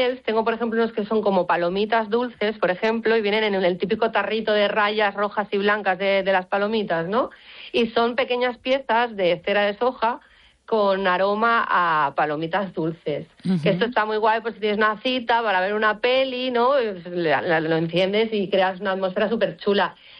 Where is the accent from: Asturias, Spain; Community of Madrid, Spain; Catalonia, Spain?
Catalonia, Spain; Barcelona; moved away; yo ya sabéis que soy de Barcelona y me tuve que ir